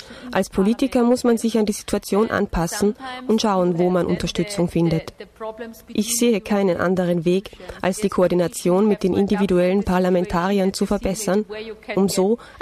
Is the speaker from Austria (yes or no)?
yes; Austria; Zum Beispiel ist es als Österreicherin sehr einfach, über die Fischereipolitik zu sprechen.